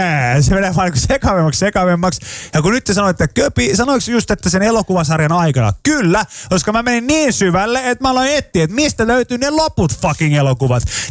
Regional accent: Pori, Satakunta, Finland; moved away; mä oon Porista

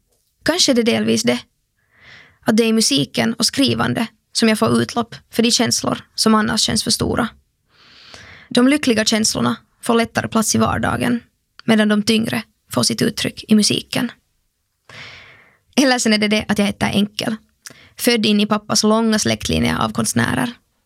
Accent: Finland; born there; mitt privilegium och slumpen som gjorde att jag föddes just här i Finland, just i min familj.

